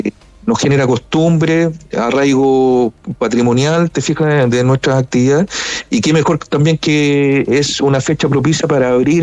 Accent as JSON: {"language": "Spanish", "country": "Chile", "said": "nosotros como chilenos debemos saber de vino"}